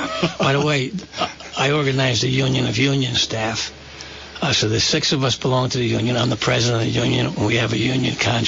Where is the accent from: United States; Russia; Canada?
United States; Nassau County, New York; moved away as an adult; also born or lived in Southwest United States; now in Rhode Island, United States; My family's from, I grew up in New York in Nassau County.